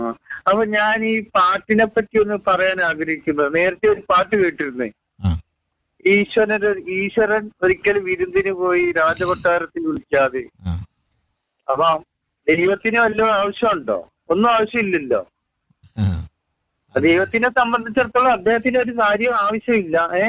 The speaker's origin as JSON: {"language": "Malayalam", "town": "Karunagappally", "region": "Kerala", "country": "India", "said": "എന്റെ സ്ഥലം കൊല്ലം കരുനാഗപ്പള്ളി."}